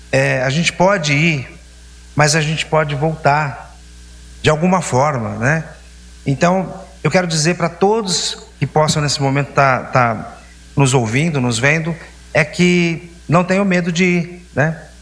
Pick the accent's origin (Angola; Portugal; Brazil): Brazil; Piraju, São Paulo; moved away; Eu sou daqui. Eu nasci aqui em Piraju, morei no teto, andei descalço, joguei bolinha de gude, pé vermelho.